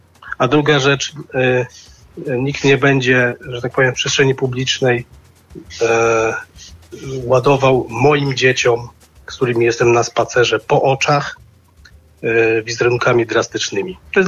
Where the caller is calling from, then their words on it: Białystok, Podlaskie Voivodeship, Poland; Białystok.